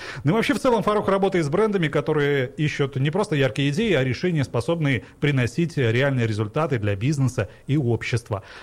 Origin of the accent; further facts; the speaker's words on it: Tajikistan; потому что все-таки мы из Центральной Азии, вы из Узбекистана, мы из Таджикистана.